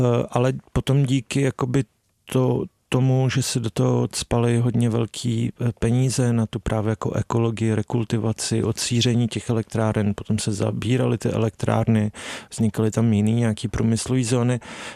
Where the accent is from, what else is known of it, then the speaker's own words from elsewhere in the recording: Kadaň, Ústí nad Labem Region, Czechia; Jo, já jsem z Kadaně, což je teď nádherný, malebný, takový jako blahobytný městečko, ale v těch 90. to bylo jakoby hrozný.